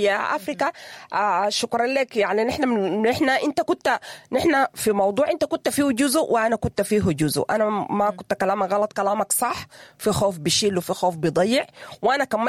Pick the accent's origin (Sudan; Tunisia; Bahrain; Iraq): Sudan